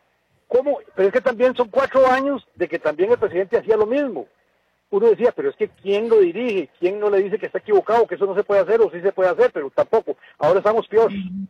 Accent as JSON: {"language": "Spanish", "town": "Tucurrique", "region": "Cartago", "country": "Costa Rica", "tie": "born or raised there", "said": "yo soy de Tucurrique, no sé si conoces Tucurrique, en los años 60 no teníamos ni luz, los alumbrábamos con cabineras, no teníamos ni carretera, teníamos que salir por Turrialba"}